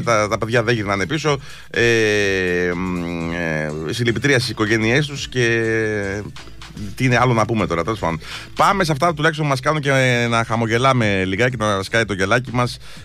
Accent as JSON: {"language": "Greek", "country": "Greece"}